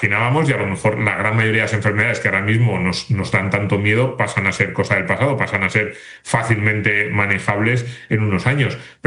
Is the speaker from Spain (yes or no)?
yes; Asturias, Spain; Me voy a quedar aquí en mi pueblo en Asturias